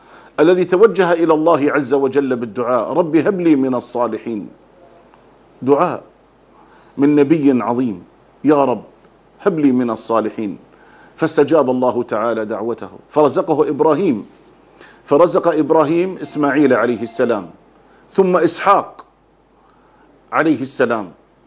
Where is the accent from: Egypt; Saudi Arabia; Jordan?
Jordan